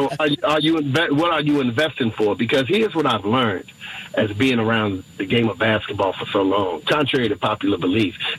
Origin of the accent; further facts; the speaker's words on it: Boston, Massachusetts, United States; now in North Carolina, United States; as a Bostonian that became a North Carolinian, when I moved down here, I was infatuated with Michael Jordan